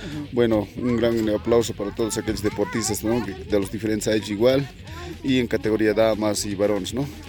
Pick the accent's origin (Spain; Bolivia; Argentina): Bolivia; Potosí; del Ayllu Jucumani, de la comunidad de Irpa Baja.